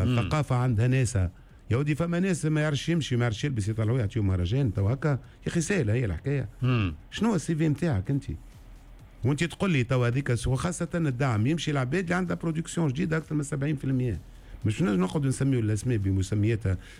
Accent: Sousse, Sousse Governorate, Tunisia; سوسه انا في صغري الكل عديته في سوسه

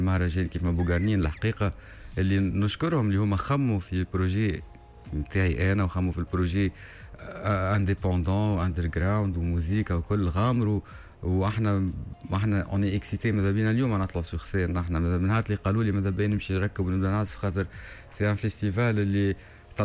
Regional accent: Tunisia; حياتي الكل هنا في تونس وما نخرجش

